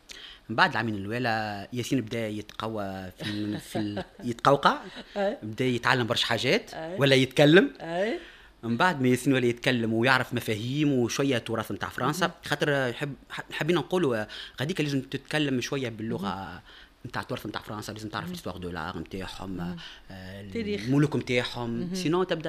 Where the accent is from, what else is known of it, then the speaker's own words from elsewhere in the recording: Tunisia; عندنا مواد طبيعيه ما شاء الله في تونس،